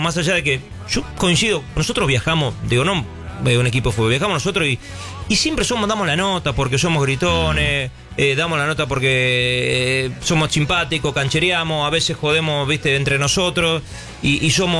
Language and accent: Spanish; Argentina; Entonces, no somos todos los argentinos iguales. No somos todos los argentinos iguales